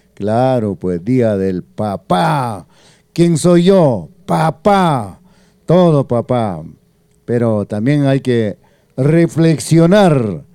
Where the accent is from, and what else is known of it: Peru